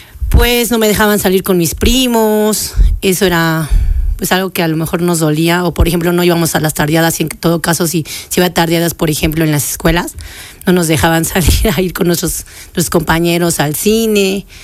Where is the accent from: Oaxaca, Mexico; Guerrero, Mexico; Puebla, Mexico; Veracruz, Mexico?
Puebla, Mexico; mi edad es de 36 años. Yo nací aquí en Puebla y en Loma Bella, Arboledas de Loma Bella